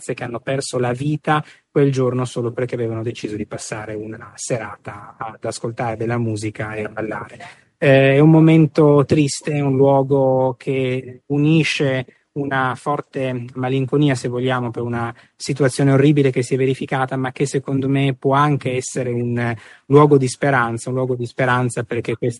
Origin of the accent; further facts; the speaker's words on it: Nir Oz, Southern District, Israel; Veniamo da Niroz. Niroz è stato uno dei kibbutzim più colpiti dalla strage del 6 ottobre, a poco più di 2 chilometri da Khan Yunis